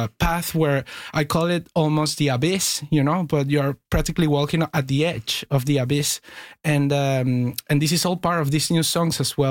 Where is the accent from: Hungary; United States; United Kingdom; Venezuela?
Venezuela; now in Canada; Like I grew up in Venezuela listening to pop Anglo music